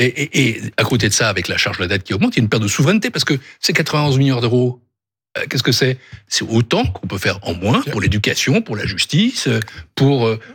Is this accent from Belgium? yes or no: no; France